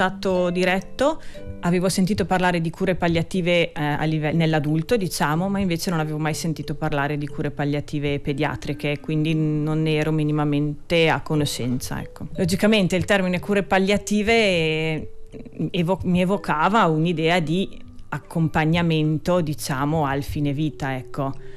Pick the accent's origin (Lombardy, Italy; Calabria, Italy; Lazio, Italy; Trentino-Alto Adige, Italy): Trentino-Alto Adige, Italy; Sono della Val di Non.